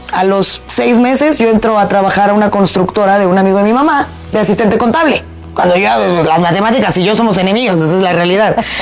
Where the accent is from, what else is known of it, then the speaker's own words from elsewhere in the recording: Celaya, Guanajuato, Mexico; born there; Yo nací en Celaya, Guanajuato. Ajá. Yo soy provinciana orgullosa y me encanta mi ciudad. Salí de ahí a los 18 años por necesidad